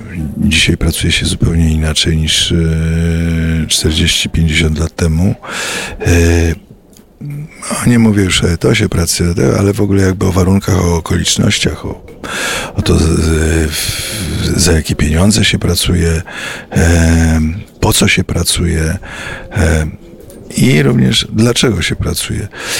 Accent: Warsaw, Masovian Voivodeship, Poland; Jestem warszawiakiem, wychowałem się w Warszawie i jeździłem tramwajem 26 za młodu.

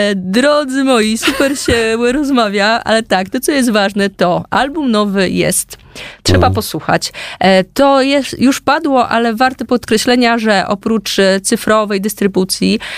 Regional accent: Lublin Voivodeship, Poland; Albo cebularz, ja jestem z Lubelszczyzny, cebularz.

